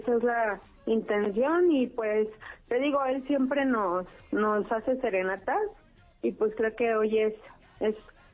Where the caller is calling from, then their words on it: Toluca, State of Mexico, Mexico; Desde Toluca.